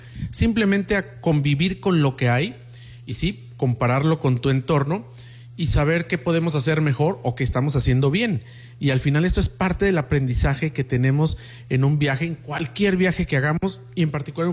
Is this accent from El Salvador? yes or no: no; Mexico City, Mexico; los mexicanos que vivimos de aquel lado de la frontera en México, particularmente quienes venimos de la Ciudad de México